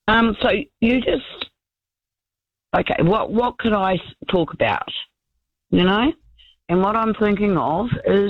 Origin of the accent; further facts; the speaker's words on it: Taranaki, New Zealand; So I'm from Taranaki and I heard about this earthquake.